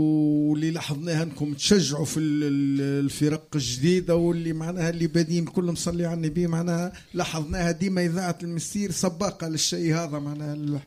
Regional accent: southern Tunisia, Tunisia; now in Sahel, Tunisia; بحكم انا والجنوب، انا والجنوب ونعيش في الساحل

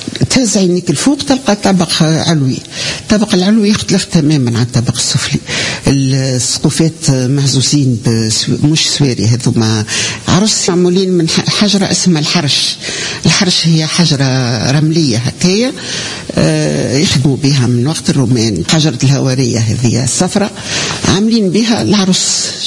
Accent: Tunisia; نوع من الحجارة الموجود عندنا في تونس

